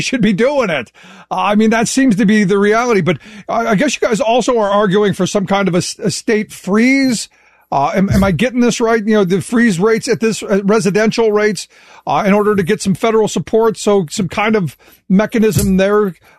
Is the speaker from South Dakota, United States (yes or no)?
no; Cleveland, Ohio, United States; No, look, and I grew up in Cleveland